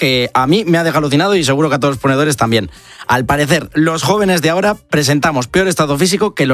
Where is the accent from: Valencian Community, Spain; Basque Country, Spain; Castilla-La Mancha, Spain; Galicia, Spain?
Castilla-La Mancha, Spain; Yo, que soy manchego, me parecen que son los mejores sitios para comer, fíjate lo que te digo.